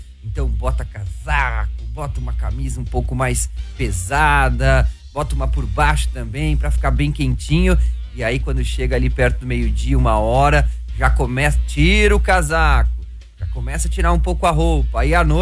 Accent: Rio Grande do Sul, Brazil; now in Balneário Camboriú, Brazil; eu já fugi do Rio Grande do Sul porque eu não gostava de frio.

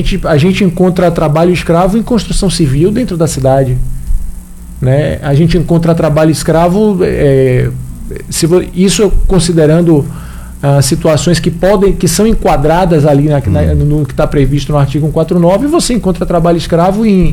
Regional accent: Salvador, Bahia, Brazil; moved away as an adult; also born or lived in Pará; Sou baiano de Salvador.

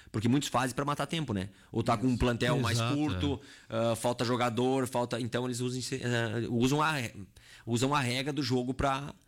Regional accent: Mormaço, Rio Grande do Sul, Brazil; Eu cresci no interior, eu sou do Mormaço, né? Mormaço, Soledade, que era tudo um chão só, até hoje, né? Então, eu tive sorte, eu sou de 88

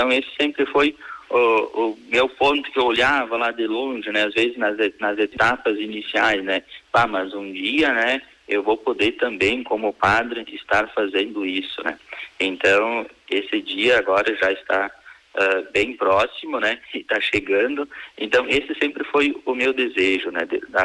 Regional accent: Marau, Rio Grande do Sul, Brazil; born there; ali na comunidade de Santo Agostinho, onde eu nasci aqui em Marau, né, foi ali que eu dei os meus primeiros passos na fé cristã

